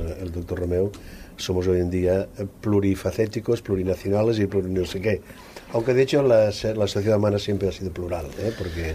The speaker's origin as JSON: {"language": "Spanish", "region": "Aragon", "country": "Spain", "said": "digamos que soy maño."}